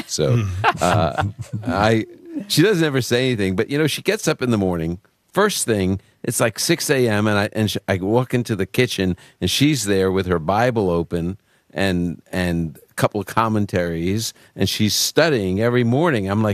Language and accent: English; New York City, New York, United States; I'm from New York City, and I was a terrible driver when we got married because we didn't drive in New York City.